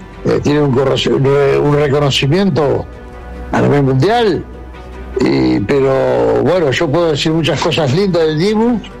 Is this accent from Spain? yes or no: no; Argentina; a mí como argentino me ha representado